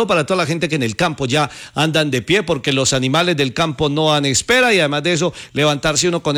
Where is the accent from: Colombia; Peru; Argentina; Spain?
Colombia; los colombianos tenemos algo muy propio y es ese amor que sentimos por nuestra tierra.